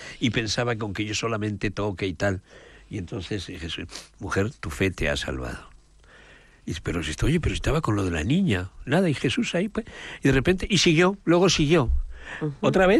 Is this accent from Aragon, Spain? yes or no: yes; Aragon, Spain; Yo soy de Aragón.